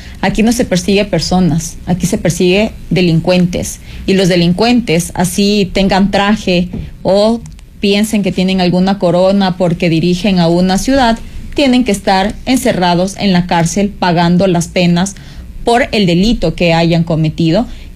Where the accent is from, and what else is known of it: Ecuador